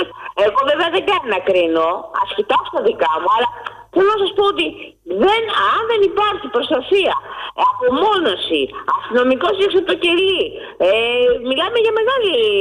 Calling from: Ymittos, Attica, Greece; από τον Ημιτό.

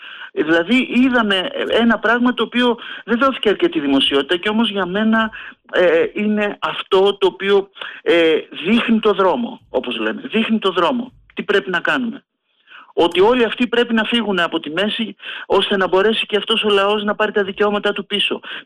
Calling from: Northern Greece, Greece; εγώ δεν είμαι από τη Σαμαρίνα, είμαι από τη Βόρεια Ελλάδα βέβαια, έχω πάει μόνο μια φορά στη Σαμαρίνα

